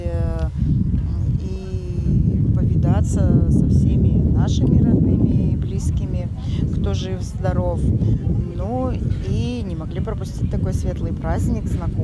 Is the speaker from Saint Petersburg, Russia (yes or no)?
no; Sverdlovsk Oblast, Russia; now in Moscow, Russia; Мы приехали на родину. Мы оба уральские. Петр с Оренбургской области, я из Свердловской области.